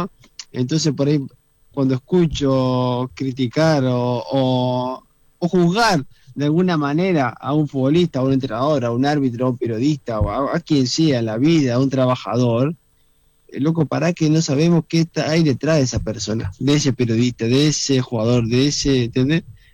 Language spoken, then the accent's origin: Spanish; Reconquista, Santa Fe, Argentina; Tenemos un club en Reconquista, en mi ciudad, donde yo soy de ahí, de Argentina